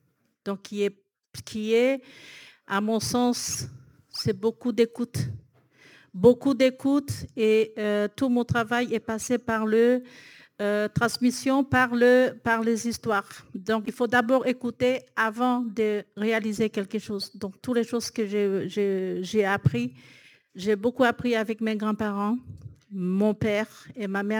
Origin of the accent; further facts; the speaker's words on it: French Guiana; also born or lived in Maripasoula / Camopi; Alors moi, je suis à cheval sur les deux rivières, c'est-à-dire Marie Pasula, d'où d'origine ma mère, présente avec moi. Elle découvre la ville de France. Ma mère, elle était là. Mon père, il est de Kamopi, donc je suis à cheval